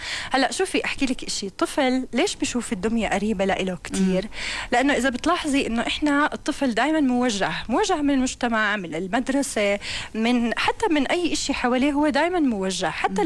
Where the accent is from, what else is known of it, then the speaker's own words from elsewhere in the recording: Jordan; first language Arabic; نحن اللغة العربية هي لغتنا نحن كأردنيين وكعرب